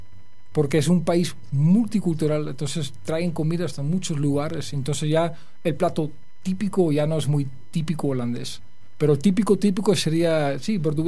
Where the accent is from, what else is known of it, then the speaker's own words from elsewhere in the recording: Spain; now in Netherlands; Yo me crecí en España y en el último año que yo estuve viviendo en España